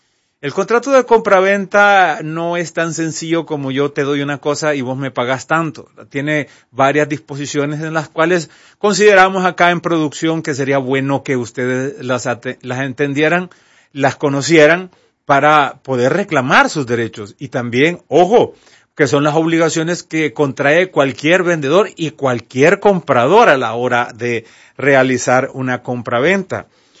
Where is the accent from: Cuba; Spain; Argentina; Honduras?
Honduras; Tegucigalpa, Francisco Morazán; no estoy hablando mal de mi pueblo, porque mi ciudad Tegucigalpa yo la adoro, aquí me muevo yo como en mi casa.